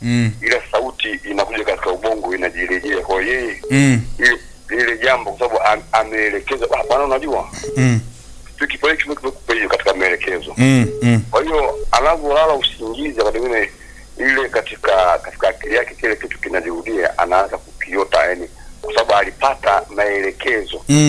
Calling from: Liwale, Lindi, Tanzania; napiga simu kutoka Liwale hapa.

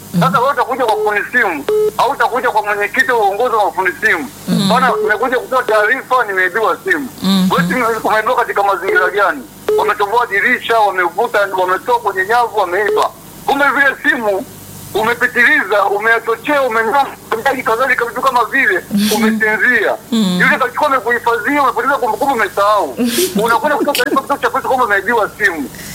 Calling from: Nyange, Geita, Tanzania; Natokea Nyange, wilaya ya Chato hapa.

